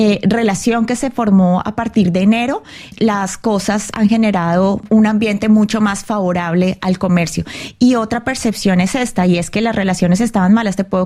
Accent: Colombia; nos duelen como colombianos

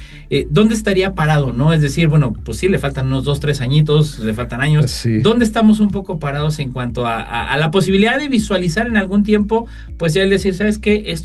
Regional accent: Mexico

